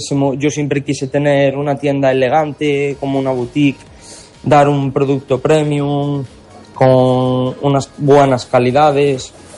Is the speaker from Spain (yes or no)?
yes; Narón, Galicia, Spain; soy de Narón